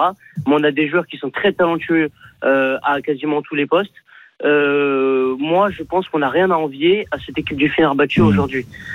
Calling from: Tours, Centre-Val de Loire, France; Moi je suis à Tours.

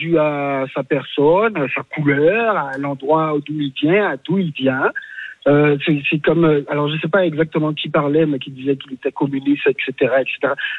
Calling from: Rennes, Brittany, France; Je suis de Rennes, je ne suis pas de chez lui.

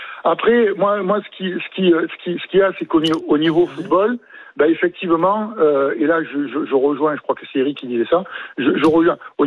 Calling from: Marseille, Provence-Alpes-Côte d'Azur, France; Oui, je suis marseillais, oui, je suis marseillais.

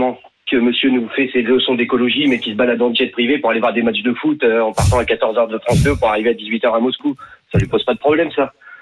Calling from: Rouen, Normandy, France; à côté de chez moi à Rouen

